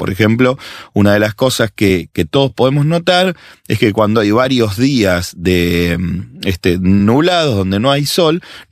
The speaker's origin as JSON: {"language": "Spanish", "country": "Argentina", "said": "lo que sí estamos viviendo ahora nosotros los argentinos con la ley del aborto"}